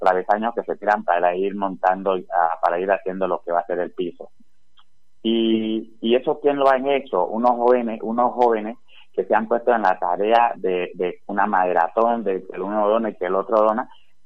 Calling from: Buenaventura, Valle del Cauca, Colombia; quiénes somos los porteños, cómo somos las personas de Buenaventura.

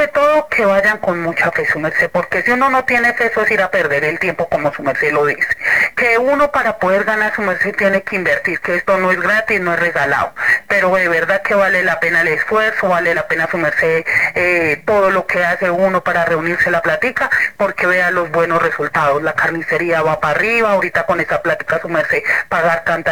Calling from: Garagoa, Boyacá, Colombia; Lo llamo acá desde Garagoa, Boyacá.

